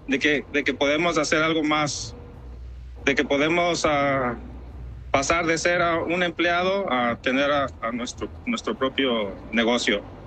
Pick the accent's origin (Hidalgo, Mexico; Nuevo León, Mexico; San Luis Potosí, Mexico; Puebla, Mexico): Puebla, Mexico; Que lo soy de Puebla, de donde somos los feos, prietos, gordos y chaparros.